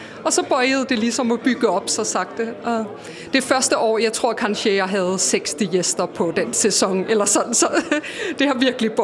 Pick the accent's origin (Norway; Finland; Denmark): Denmark; Copenhagen, Capital Region of Denmark; moved away as an adult; now in Laholm, Sweden; Det började med att jag bodde i mitten av Köpenhamn och jag är uppvuxen i Köpenhamn